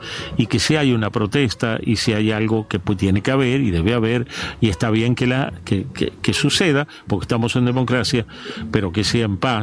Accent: Argentina; los argentinos somos los argentinos

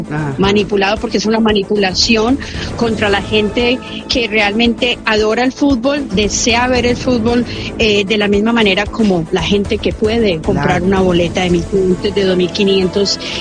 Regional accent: Colombia; now in New York, United States; Somos de Colombia, venimos aquí a tratar de sobrevivir

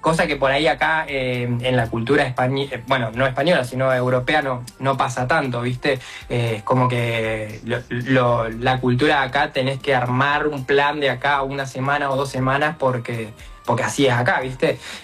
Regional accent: Argentina; moved away as an adult; en mi caso o en nuestro caso como argentinos

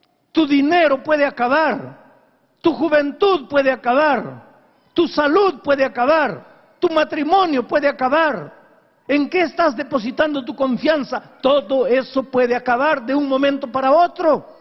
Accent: Peru; born there; yo soy peruano, nací en el Perú.

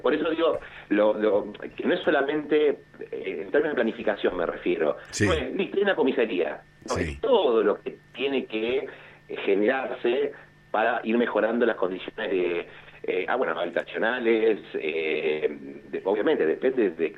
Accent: Bernal, Buenos Aires Province, Argentina; yo soy nacido y criado en el Triángulo de Bernal.

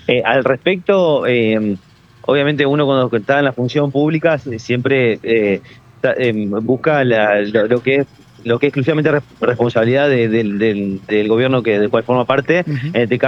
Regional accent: Paraná, Entre Ríos, Argentina; quienes crecimos en Paraná en los 90

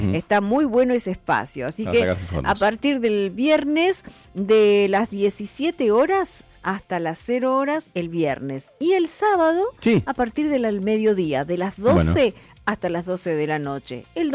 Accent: Argentina

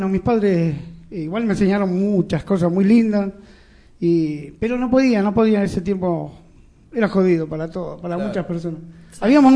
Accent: Adrogué, Buenos Aires Province, Argentina; born there; Soy nacido en Adrogué.

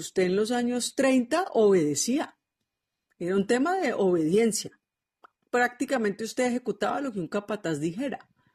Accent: Colombia; en mi país, en Colombia

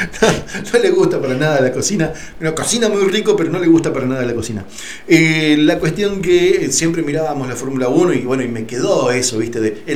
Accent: Argentina; a nosotros como argentinos

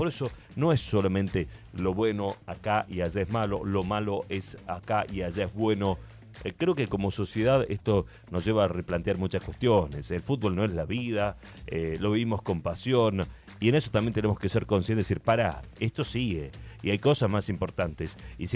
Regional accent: Argentina; el fútbol nos ha mostrado otra vez la posibilidad de encontrarnos, eso sí, como argentinos.

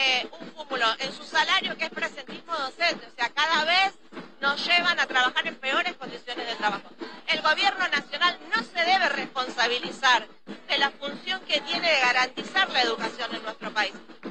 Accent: Quilmes, Buenos Aires Province, Argentina

